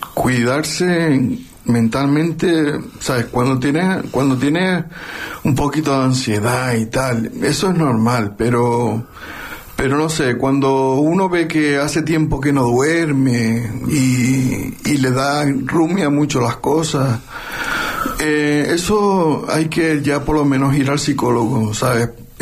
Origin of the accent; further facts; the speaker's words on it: Lanzarote, Canary Islands, Spain; porque yo soy de aquí de Lanzarote